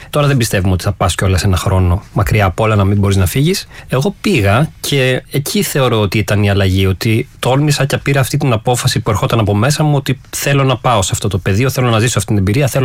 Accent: Larissa, Thessaly, Greece; moved away as an adult; also born or lived in Athens; Γεννήθηκα εδώ στην Αθήνα, ωστόσο γενέτειρά μου θεωρώ τη Λάρισα, δηλαδή μεγάλωσα από 0 ετών στην ουσία έως τα 18 μου στη Λάρισα.

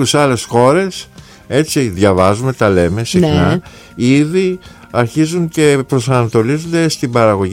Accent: Greece; Νομίζω ότι σαν λαός, σαν Έλληνες

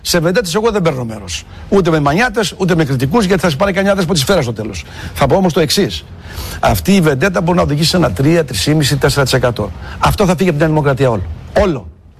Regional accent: Macedonia, Greece; Αλλά ως Μακεδόνας, από τη στιγμή που πρόδωσε τη Μακεδονία, μου είναι απεχθής.

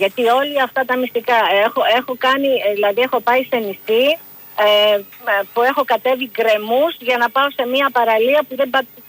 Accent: Greece; now in Australia

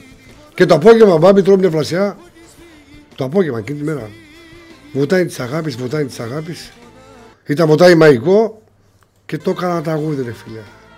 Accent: Larissa, Thessaly, Greece; now in Thessaloniki, Greece; είμαι από Λάρισα

